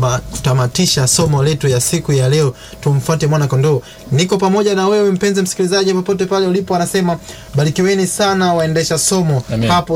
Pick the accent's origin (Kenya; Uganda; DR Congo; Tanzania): Tanzania; Same, Kilimanjaro; natokea Same.